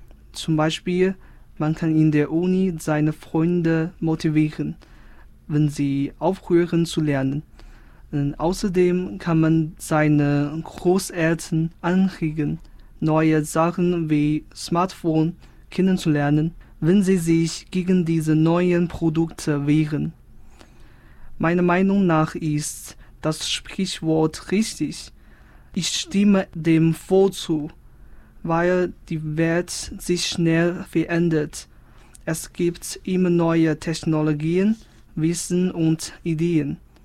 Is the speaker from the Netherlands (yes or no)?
no; China; German is a second language; moved away; ich komme aus China.